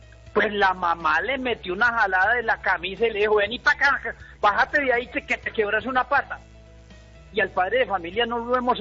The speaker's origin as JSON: {"language": "Spanish", "town": "Cartago", "region": "Valle del Cauca", "country": "Colombia", "said": "yo soy un gomoso de Cartago"}